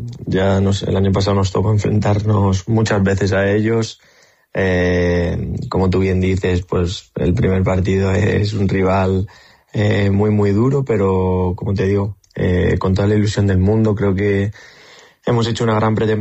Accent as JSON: {"language": "Spanish", "town": "Ciudad Real", "region": "Castilla-La Mancha", "country": "Spain", "said": "yo como un castellano manchego y de moral de aquí de Ciudad Real"}